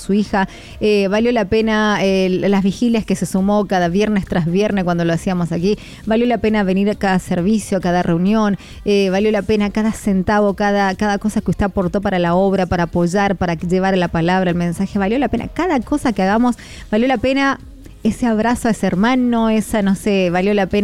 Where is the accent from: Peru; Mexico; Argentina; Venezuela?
Argentina; Mendoza